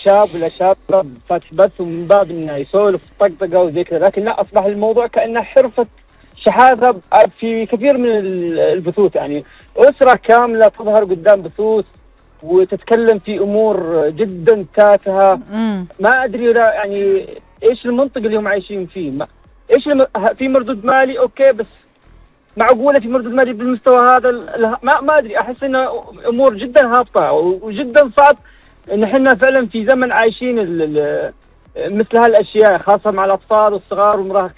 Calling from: Saudi Arabia; من السعودية.

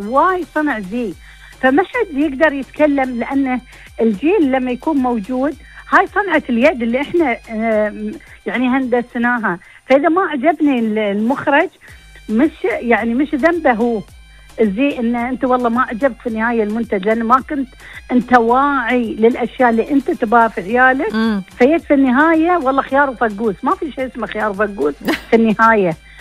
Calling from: Abu Dhabi, United Arab Emirates; من أبوظبي

